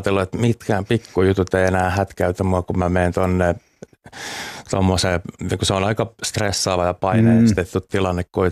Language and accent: Finnish; Uusimaa, Finland; Tuossa pääkaupunkiseudulta mä oon kotoisin.